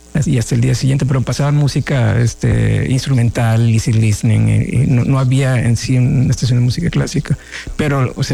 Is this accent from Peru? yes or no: no; Monterrey, Nuevo León, Mexico; Y pues bueno, estamos en Monterrey, crecimos en Monterrey. Monterrey no era tierra fértil y tenemos una gran ciudad hoy en día. Estamos en medio del desierto prácticamente.